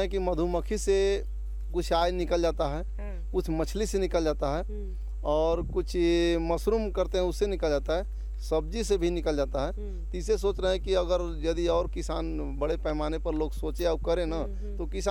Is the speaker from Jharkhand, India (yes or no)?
yes; Garhwa district, Jharkhand, India; घर गोंदा मिराल प्रखंड जिला गढ़वा के रहने वाले हैं।